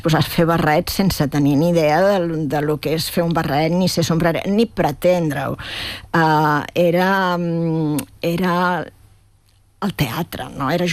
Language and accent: Catalan; Esparreguera, Catalonia, Spain; born there; Bueno, jo vaig néixer a Esparreguera i tinc el teatre posat...